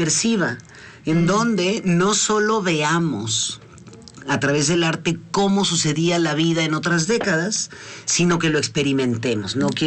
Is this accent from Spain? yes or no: no; Mexico; hoy somos los mexicanos así